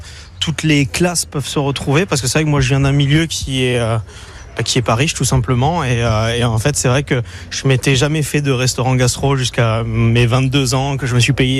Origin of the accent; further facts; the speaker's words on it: Céret, Occitanie, France; Céré, pour ceux qui connaissent, c'est quand même une magnifique ville. Et je suis pas très chauvin, hein, donc c'est la vérité.